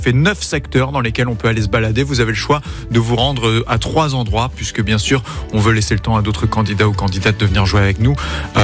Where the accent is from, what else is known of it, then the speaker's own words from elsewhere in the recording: Normandy, France; moved away; Moi je vous avoue, je suis originaire de Normandie